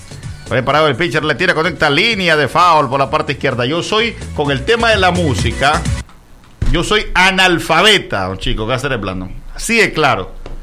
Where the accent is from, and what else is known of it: Ciudad Sandino, Managua, Nicaragua